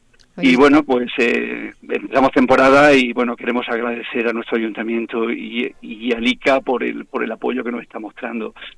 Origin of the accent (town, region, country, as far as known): Molina de Segura, Region of Murcia, Spain; born or raised there